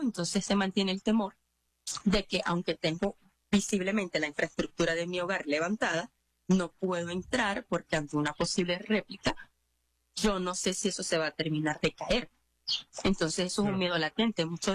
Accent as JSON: {"language": "Spanish", "country": "Venezuela", "said": "Y creo que aún como venezolano, y ante lo que es el reto de mantenerse informado acá"}